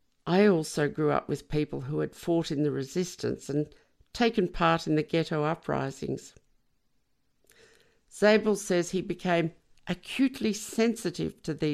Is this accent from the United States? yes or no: no; Carlton, Victoria, Australia; As a child, growing up in Carlton, I lived in two worlds. On the streets of Carlton, we were interacting with children from Greece, from Yugoslavia, from Italy, from working-class Australian families.